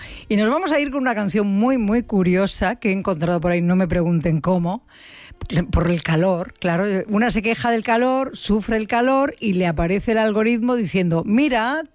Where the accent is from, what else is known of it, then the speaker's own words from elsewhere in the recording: Extremadura, Spain; ¿Has estado en Extremadura con los 41 grados que había en mi tierra?